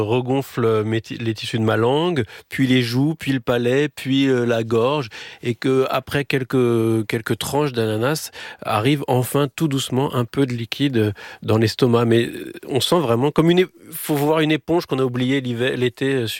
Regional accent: Paris, Île-de-France, France; ma grand-mère est bretonne, son grand-père était marin-pêcheur, il avait son bateau. Et en tant que petit parisien

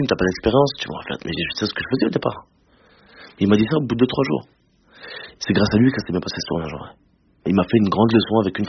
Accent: Grand Est, France; moi je viens d'Alsace, même dans ma ville d'origine...

